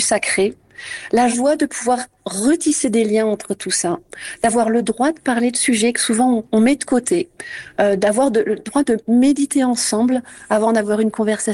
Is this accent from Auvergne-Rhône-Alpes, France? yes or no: no; Bourgogne-Franche-Comté, France; Chez nous, en Bourgogne, c'est la sécheresse.